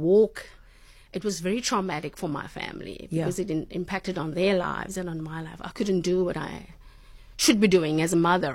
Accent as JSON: {"language": "English", "town": "Cape Town", "region": "Western Cape", "country": "South Africa", "tie": "born or raised there", "said": "I'm from Cape Town, born and bred."}